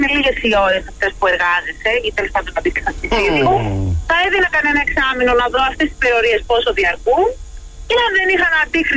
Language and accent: Greek; Thessaloniki, Central Macedonia, Greece; από τη Θεσσαλονίκη.